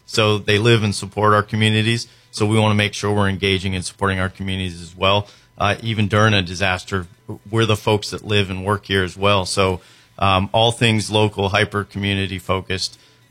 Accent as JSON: {"language": "English", "region": "Florida", "country": "United States", "said": "I'm being from Florida, obviously, I'm a little biased to NASCAR."}